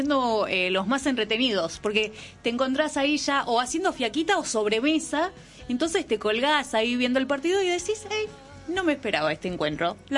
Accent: Argentina; ¿Qué querés que suene si somos argentinos?

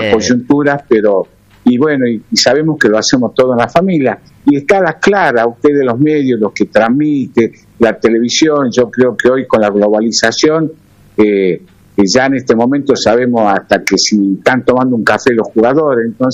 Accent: Argentina; también somos argentinos

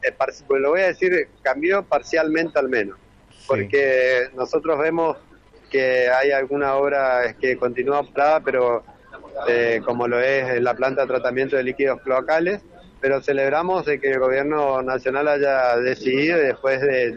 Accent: Corrientes, Argentina; Nosotros somos correntinos y defendemos los intereses de los correntinos

